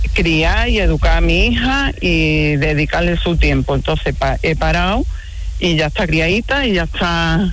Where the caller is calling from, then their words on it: Mijas, Andalusia, Spain; Yo vivo en Las Lagunas.